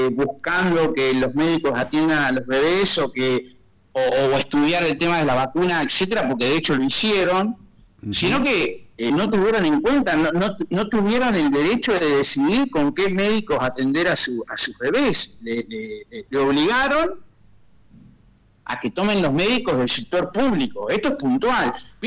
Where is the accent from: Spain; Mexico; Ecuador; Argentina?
Argentina